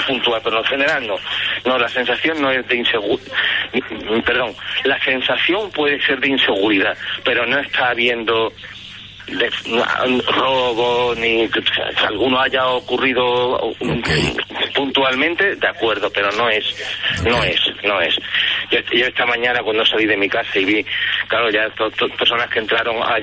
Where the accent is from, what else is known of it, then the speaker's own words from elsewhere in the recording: Ceuta, Spain; Por un lado, yo siento, como ceutí, como español, siento que esto es una invasión.